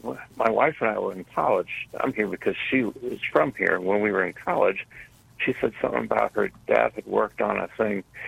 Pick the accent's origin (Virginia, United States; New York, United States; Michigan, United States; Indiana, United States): Indiana, United States; now in St. Louis, United States; In my hometown in southern Indiana